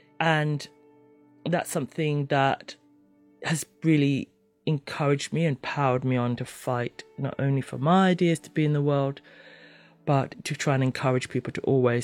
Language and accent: English; St. Kitts & Nevis; also born or lived in Kenya; now in United Kingdom; My dad's Kenyan. I was born in Kenya. And then when my parents separated, I moved to St. Kitts. And my mum was here in the UK.